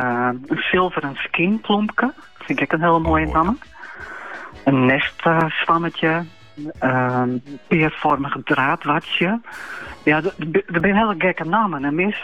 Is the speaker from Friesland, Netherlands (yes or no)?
yes; Friesland, Netherlands; Ik ben opgegroeid in de Friese Waarden